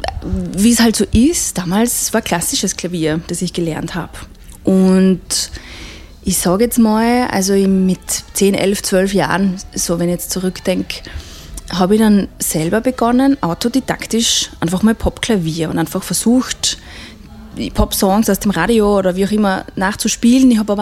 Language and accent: German; Neusiedl am See, Burgenland, Austria; Also ich bin eben in Neusiedl am See aufgewachsen und bin auch mit Volksmusik quer durch aufgewachsen.